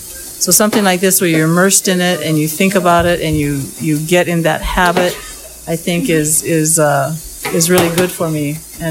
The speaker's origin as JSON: {"language": "English", "town": "Leavenworth", "region": "Washington", "country": "United States", "tie": "born or raised there", "said": "No, I was born. I grew up in Leavenworth, Washington."}